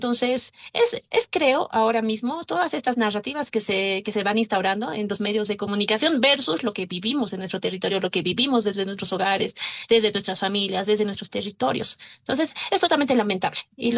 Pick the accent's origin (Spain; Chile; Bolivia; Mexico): Bolivia